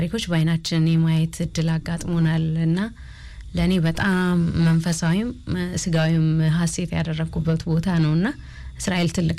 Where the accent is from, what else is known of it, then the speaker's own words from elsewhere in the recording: Bale, Oromia, Ethiopia; now in Addis Ababa, Ethiopia; ተወልጄ ያደግኩት ባሌ ነው፣ ባሌ ክፍለ ሀገር። ከዛ ወደ አዲስ አበባ ለትምህርት ነው የመጣሁት።